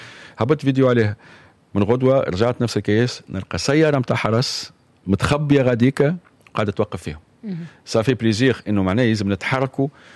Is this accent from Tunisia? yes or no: yes; Tunisia; now in France